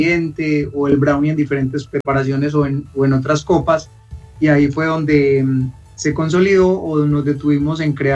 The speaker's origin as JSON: {"language": "Spanish", "town": "Sopetrán", "region": "Antioquia", "country": "Colombia", "also_born_or_lived": "Medellín", "said": "estaba pues por esa época en la ciudad de Medellín, ya regresé a mi pueblo, que es un municipio de Antioquia, Sopetrán"}